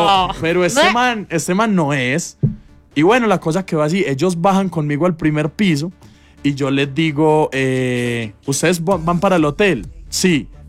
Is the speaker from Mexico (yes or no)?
no; Sonsón, Antioquia, Colombia; Pues como soy de Sonsón, no, me quiero morir en Sonsón y que me entierren.